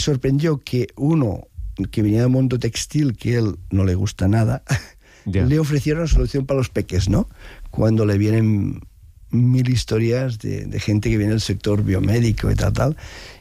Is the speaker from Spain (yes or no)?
yes; Arenys de Mar, Catalonia, Spain; que soy de Arenys de Mar, estudié ingeniería en Canet de Mar